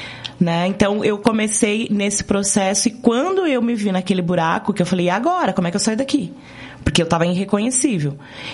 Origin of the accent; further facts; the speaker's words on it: Curitiba, Paraná, Brazil; Sou curitibana nata.